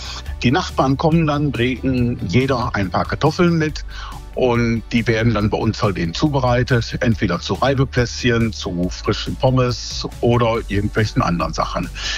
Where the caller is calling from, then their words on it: Ahaus, North Rhine-Westphalia, Germany; ich komme aus Ahaus.